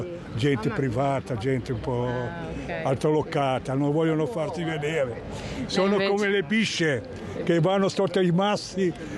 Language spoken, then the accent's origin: Italian; Genoa, Liguria, Italy; born there; Sono nato a Genova, però non so.